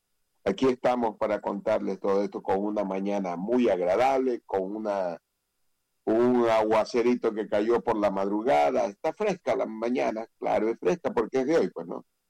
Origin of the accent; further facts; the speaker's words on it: Ecuador; somos ecuatorianos